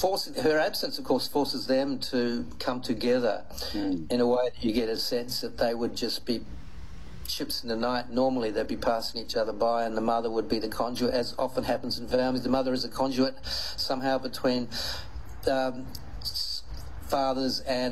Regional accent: Australia; I'm based in, I'm an Australian writer

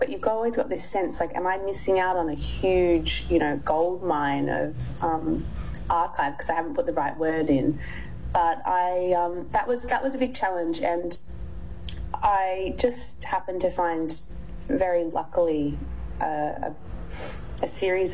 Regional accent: Melbourne, Victoria, Australia; I grew up on Gore Street in Fitzroy, and my dad still lives there.

